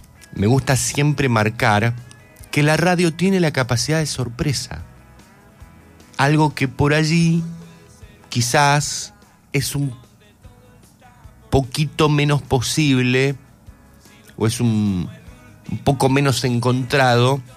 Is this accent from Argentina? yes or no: yes; Argentina; aquí, en nuestro país